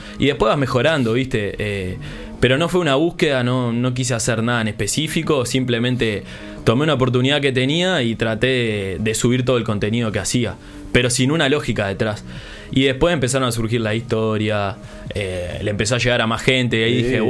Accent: Florida, Uruguay; yo soy de Florida

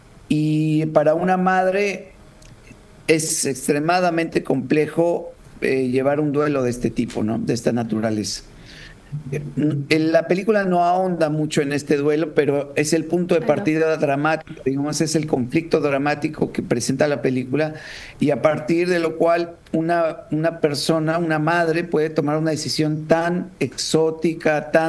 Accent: Mexico; moved away as an adult; now in Salto, Uruguay; Pues sí, soy mexicano, pero vivo hace ya 15 años acá en Uruguay, así que ya soy salteño

